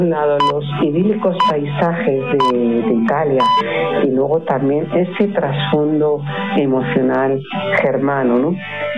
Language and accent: Spanish; Pamplona, Navarre, Spain; Y si yo asocio mi infancia, que yo vivía en Pamplona cuando era niña, pues recuerdo esos momentos en los que yo con mi padre y mis hermanos íbamos al cine con mis primos, ¿no? Navarros